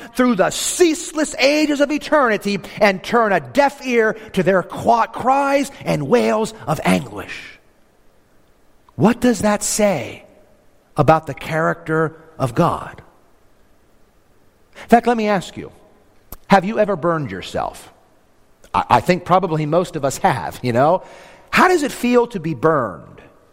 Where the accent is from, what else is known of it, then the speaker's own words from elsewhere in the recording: York, Pennsylvania, United States; where I grew up in York, Pennsylvania, you know, the inner city neighborhood where I lived